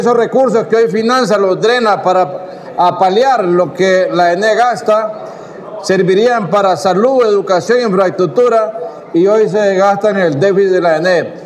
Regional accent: Honduras; No podemos seguir como hondureños permitiendo que Honduras siga perdiendo 50 millones diarios de energía

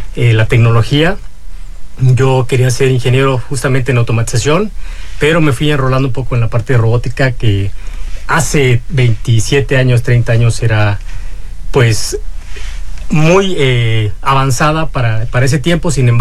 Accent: Mexico; Bueno, yo no soy queretano, soy mexicano de nacimiento, queretano de corazón.

